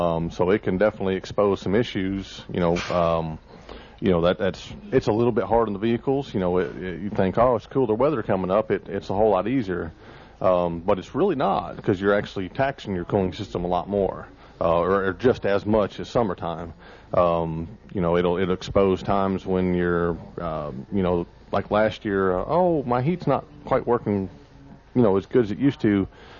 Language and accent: English; Illinois, United States; moved away; I grew up in Illinois